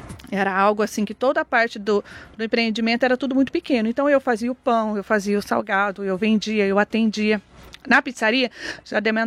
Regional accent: Minas Gerais, Brazil; como boa mineira, né?

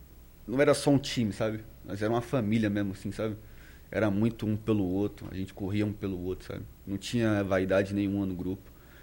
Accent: Carapicuíba, São Paulo, Brazil; Nasci em Carapicuíba.

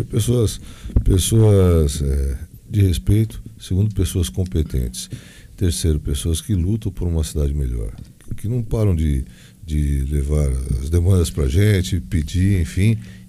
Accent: São Paulo, Brazil; Eu sou de São Paulo, capital. A minha família, meu pai é do interior. Meu pai é uma cidade chamada São José do Rio Pardo, perto ali de Mococa, Casa Branca, isso, né? Mas eu nasci em São Paulo.

